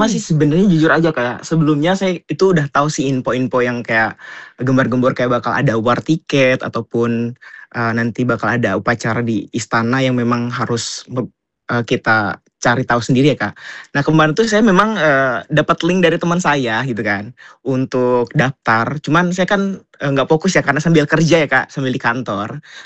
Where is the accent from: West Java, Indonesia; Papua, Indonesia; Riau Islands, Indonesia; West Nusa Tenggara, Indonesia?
West Java, Indonesia; Cianjur; now in Jakarta, Indonesia; Itu adalah pangsi yang saya bawa sendiri dari Cianjur, Jawa Barat. Kebetulan saya memang stay di Jakarta ya, Kak. Cuman dikirim dari orang tua, dari Cianjur, spesial.